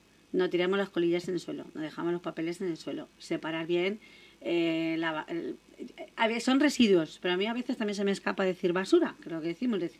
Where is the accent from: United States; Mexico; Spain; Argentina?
Spain; Leganés, Community of Madrid; yo soy de Leganés